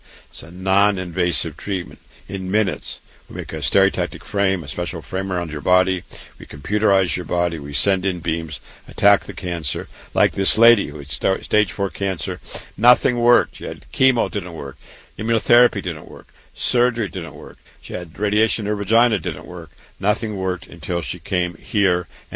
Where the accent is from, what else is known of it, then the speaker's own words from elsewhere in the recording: Waterloo, Iowa, United States; I was born and raised in Waterloo, Iowa. I went to public school, graduated medical school at 25